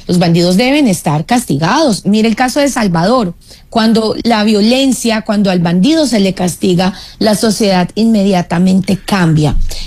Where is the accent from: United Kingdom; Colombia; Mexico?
Colombia